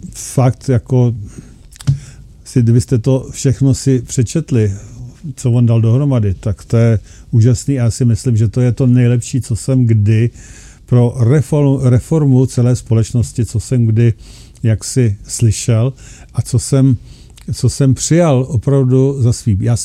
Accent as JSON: {"language": "Czech", "town": "Plzeň", "region": "Plzeň Region", "country": "Czechia", "said": "říká, že odkud jsem, já jsem říkal z Plzně, on je z Prahy"}